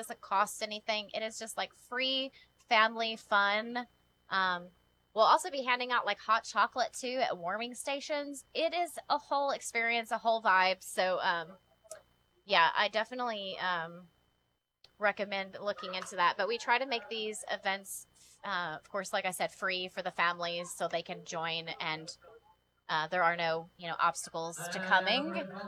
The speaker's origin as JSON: {"language": "English", "town": "Evansville", "region": "Indiana", "country": "United States", "tie": "born or raised there", "said": "I grew up in Jacobsville"}